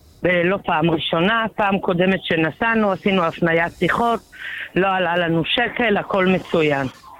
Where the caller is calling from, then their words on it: Ashdod, Southern District, Israel; העברתי את הפרטים לחנות פה באשדוד. אני מאשדוד, פה באשדוד